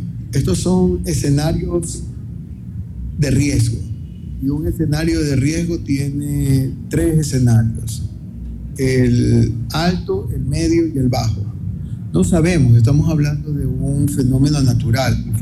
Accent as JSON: {"language": "Spanish", "country": "Ecuador", "said": "yo como ecuatoriano, como ciudadano muy corriente las tengo"}